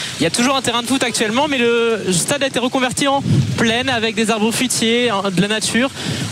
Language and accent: French; Roubaix, Hauts-de-France, France; born there; Je suis née à Roubaix, effectivement.